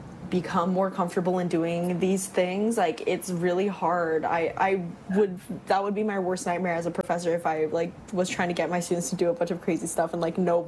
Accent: Orange County, California, United States; I'm from Orange County

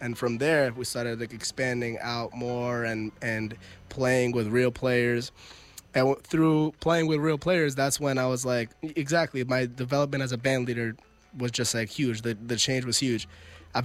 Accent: Long Island, New York, United States; moved away as an adult; now in New York City, United States; I didn't really have that experience growing up in Long Island.

